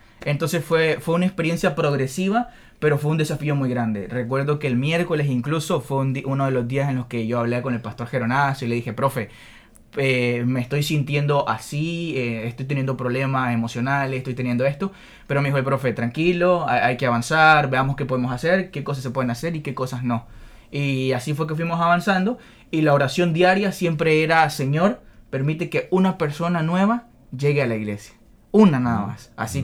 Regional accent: Nicaragua; moved away as an adult; now in Argentina; como yo soy de Nicaragua y nunca, o sea, el primer país que conocí fue Argentina

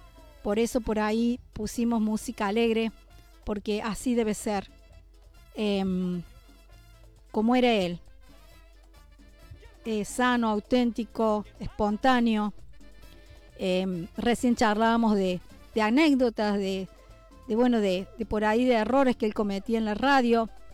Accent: Argentina; Somos argentinos y debemos demostrarlo con este color tan lindo, el celeste y blanco.

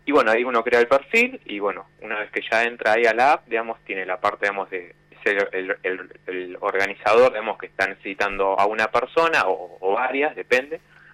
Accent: Wilde, Buenos Aires Province, Argentina

